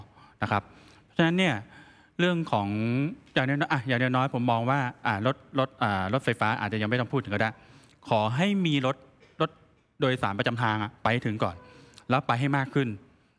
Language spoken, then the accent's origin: Thai; Bangkok, Thailand; ผมเกิดที่กรุงเทพโตที่กรุงเทพ